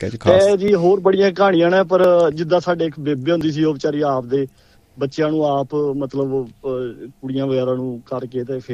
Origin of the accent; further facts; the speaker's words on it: Haryana, India; now in Sydney, Australia; ਅਸੀਂ ਵੀ ਪਿੱਛੋਂ ਪਾਕਿਸਤਾਨ ਤੋਂ ਮੂਵ ਹੋਏ ਸੀਗੇ, ਅੰਬਾਲਾ ਯਮੁਨਾਨਗਰ ਦੇ ਵਿੱਚ ਸਾਡਾ ਪਿੰਡ ਉੱਧਰ ਪੈਂਦਾ ਜੀ।